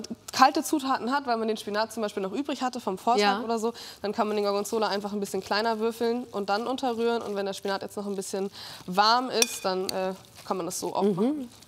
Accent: Northern Germany, Germany; Ich komme ja aus dem Norden und oben bei uns gibt es ja den Grünkohl.

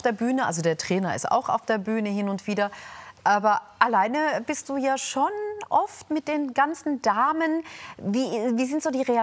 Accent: Heidelberg, Baden-Württemberg, Germany; ich komme aus Heidelberg

